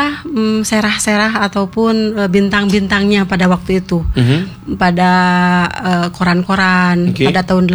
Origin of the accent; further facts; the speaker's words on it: Sukabumi, West Java, Indonesia; saya orang Sukabumi